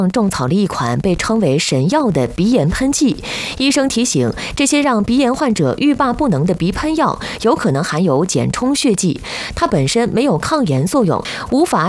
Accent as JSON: {"language": "Chinese", "region": "Inner Mongolia", "country": "China", "said": "作为一个内蒙古人"}